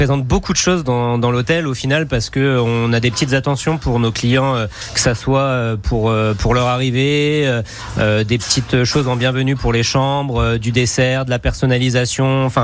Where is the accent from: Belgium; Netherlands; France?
France; Hauts-de-France; moved away as an adult; now in Reims, France; Non, je viens de l'Aisne, un petit village donc à côté